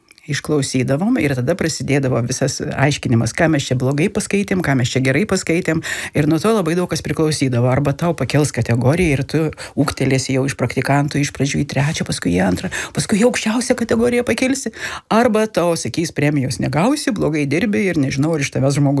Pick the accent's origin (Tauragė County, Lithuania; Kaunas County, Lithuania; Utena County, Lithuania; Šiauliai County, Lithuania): Tauragė County, Lithuania; Skaudvilė; Žinai, iš Viduklės, aš iš Skaudvilės.